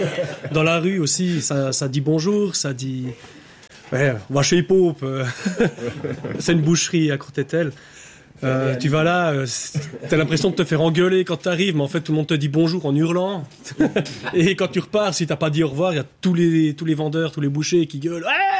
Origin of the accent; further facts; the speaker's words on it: Jura, Switzerland; les Jurassiens